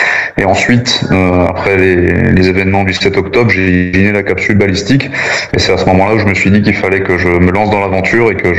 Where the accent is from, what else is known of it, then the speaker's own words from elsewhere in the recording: Grand Est, France; now in southern France; Je suis originaire des Ardennes à la base, même si ça fait très longtemps maintenant que je suis dans le sud.